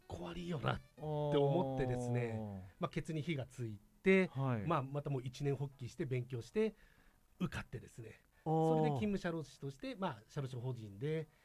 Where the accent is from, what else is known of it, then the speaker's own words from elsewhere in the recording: Saitama, Japan; 私地元が埼玉だったので